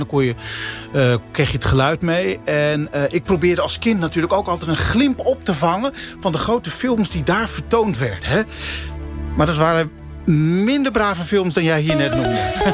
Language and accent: Dutch; Drenthe, Netherlands; Zo'n grote buitenbioscoop doet mij denken aan een grote bioscoop in Drouwen, vlakbij waar ik opgegroeid ben.